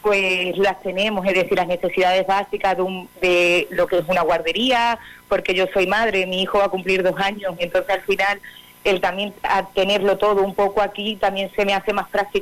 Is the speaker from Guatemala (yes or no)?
no; Calamonte, Extremadura, Spain; me di cuenta de que Arroyo, porque yo realmente soy de Calamonte, uh-huh.